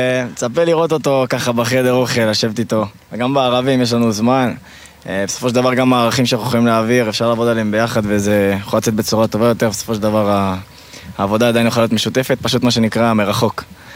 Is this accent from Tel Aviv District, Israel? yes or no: yes; Tel Aviv, Tel Aviv District, Israel; אני מתל אביב, התגייסתי בנוב 23.